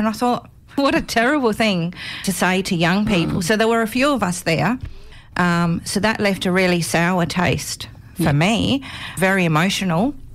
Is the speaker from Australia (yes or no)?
yes; Australia; born there; I was born in Australia. Australia is my home.